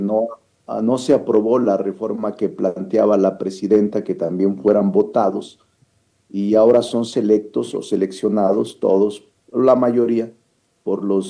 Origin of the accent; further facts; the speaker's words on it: Fresnillo, Zacatecas, Mexico; no incluye los 3 años de regidor de mi pueblo, Fresnillo, Zacatecas.